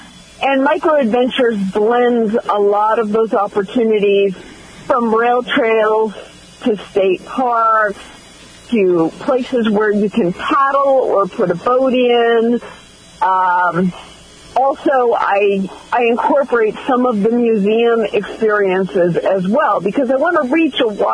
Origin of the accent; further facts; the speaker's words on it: Massachusetts, United States; I grew up in Massachusetts, and as many of your listeners can appreciate, number 6 out of 7 children in the family.